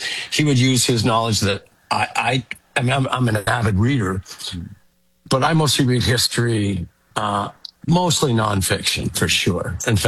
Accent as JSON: {"language": "English", "town": "Regina", "region": "Saskatchewan", "country": "Canada", "tie": "born or raised there", "said": "growing up in Regina"}